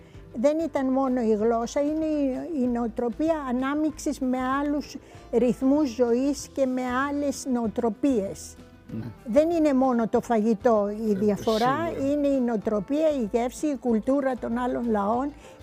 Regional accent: Egypt; now in Greece; παρόλο ότι γεννηθήκαμε στην Αίγυπτο και ήταν φιλικές οι σχέσεις, ήμασταν πολύ περιορισμένοι.

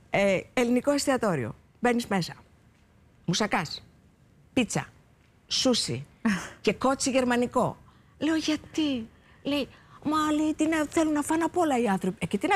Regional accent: Greece; Είμαι η Ελληνίδα και μετά το όνομά μου.

